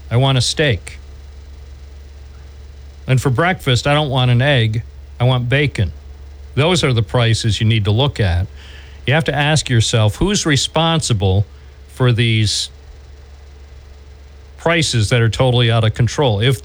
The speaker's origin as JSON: {"language": "English", "town": "Endicott", "region": "New York", "country": "United States", "tie": "born or raised there", "also_born_or_lived": "Endwell", "said": "When I was growing up in Endwell and Endicott"}